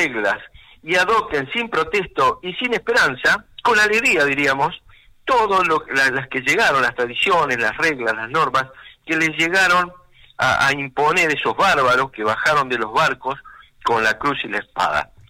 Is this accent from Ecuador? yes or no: no; Argentina; nos enorgullece hasta el día de hoy como argentinos